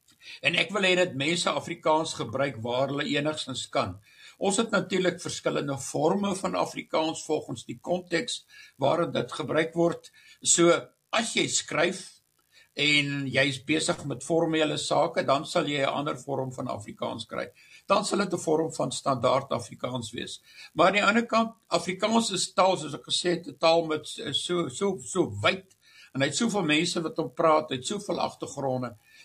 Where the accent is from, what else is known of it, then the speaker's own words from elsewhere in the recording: Namibia; moved away as an adult; also born or lived in Stellenbosch / Cape Town / Potchefstroom; Ek het groot geword in Namibië, soos ek sê. Ek moet net sê, ek het in 1970 gematrikuleer in die hoërskool Jan Moore in Windhoek.